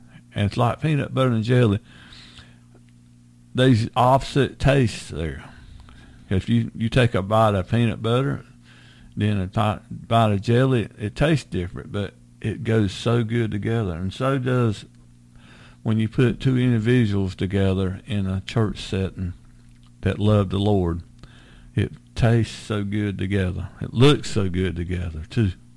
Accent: Sampson County, North Carolina, United States; and I grew up right here in Sampson County

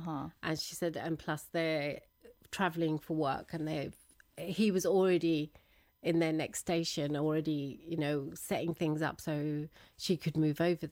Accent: India; Indian, aren't you? She sort of said to me. I said, yeah, I am.

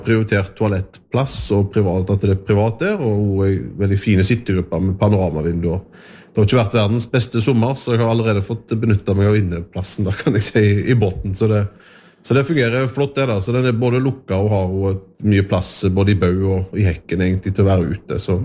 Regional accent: Rogaland, Norway; og så er det jo fjorden ligger meg og som nært og som vestlending og ute på Haugalandet med å bruke den, så det har føltes naturlig

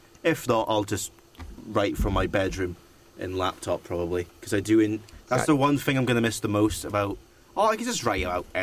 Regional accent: Shetland, Scotland, United Kingdom; moved away as an adult; now in Edinburgh, United Kingdom; I'm not from Edinburgh. I'm from Shetland.

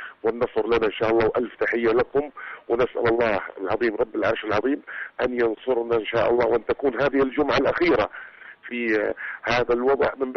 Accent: South Yemen, Yemen; ونحن أبناء الجنوب نتابع بكل صمت وقلوبنا معكم

